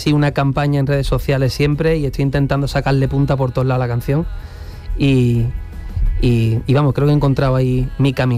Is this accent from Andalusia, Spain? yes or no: yes; El Puerto de Santa María, Andalusia, Spain; porque yo soy también del puerto Santa María, yo soy de Cádiz